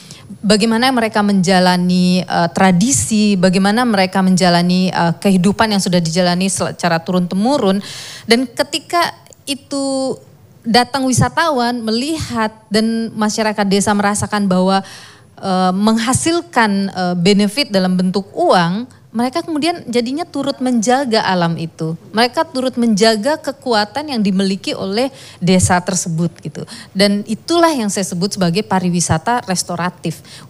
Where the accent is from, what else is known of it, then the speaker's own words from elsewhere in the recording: Buleleng, Bali, Indonesia; di desa Les di Bali, di Buleleng kampung saya